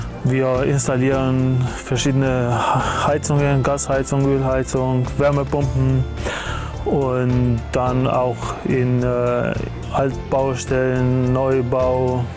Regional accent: Albania; German is a second language; now in Germany; Ich bin bei Firma Blumenberg seit 2019. Ich komme aus Albanien.

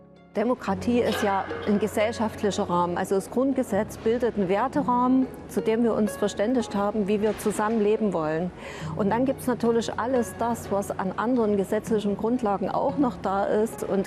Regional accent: East Germany, Germany; Wie gesagt, ich komme aus der DDR, da hat Frau sowieso ihren Mann gestanden.

